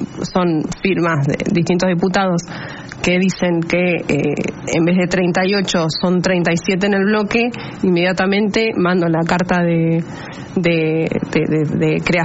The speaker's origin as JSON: {"language": "Spanish", "town": "Las Heras", "region": "Mendoza", "country": "Argentina", "said": "Exactamente, en Las Heras."}